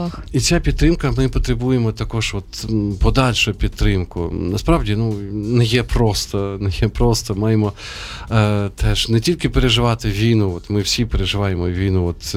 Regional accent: Sumy, Sumy Oblast, Ukraine; now in Kyiv, Ukraine; Аніна рідне місто, моє рідне місто, Запоріжжя і Суми

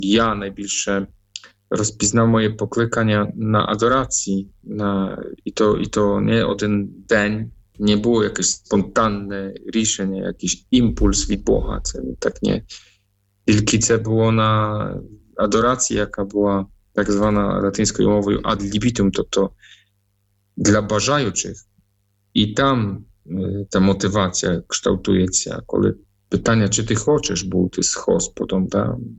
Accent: Poland; Ukrainian is a second language; moved away; Так, в мене польське ім'я, тому що я з Польщі.

